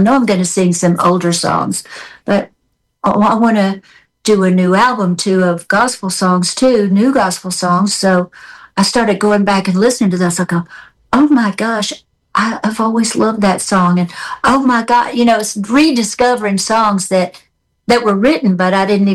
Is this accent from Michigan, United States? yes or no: no; Memphis, Tennessee, United States; Teenie, you're from Memphis, I'm from Memphis, we should know each other.